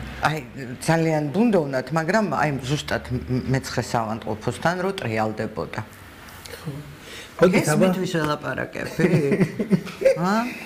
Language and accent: Georgian; Tbilisi, Georgia; ფიქრის გორაზეც მქონდა სახლი